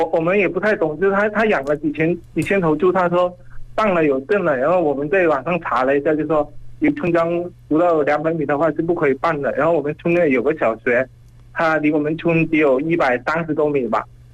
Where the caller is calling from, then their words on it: Lianjiang, Guangdong, China; 我来自广东湛江连江的